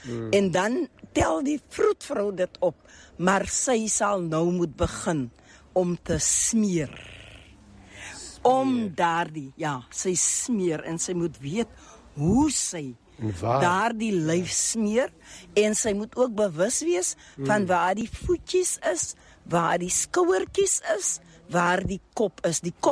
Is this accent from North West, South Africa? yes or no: no; Joubertina, Eastern Cape, South Africa; Ek is gebore op Jobertina, Lang Kloof, en dit is deel van die breer Inkwa geografiese stamgebied van ons volklikheid. Ek het groot geword daar